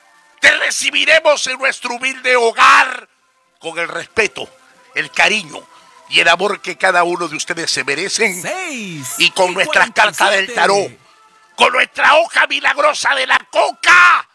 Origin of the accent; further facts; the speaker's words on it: Veracruz, Mexico; now in Peru; mi estado de Veracruz, que es capital del curanderismo mexicano, nosotros los mexicanos